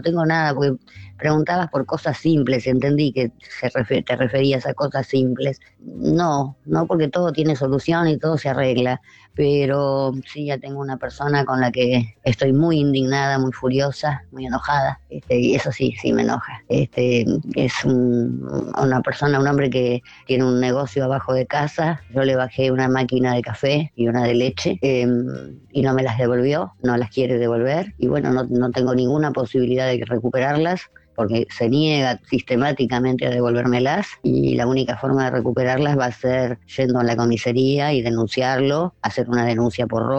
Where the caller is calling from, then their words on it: Buenos Aires, Argentina; Hola Luisa y toda la compartida del Te Escucho. … de Barrio Norte.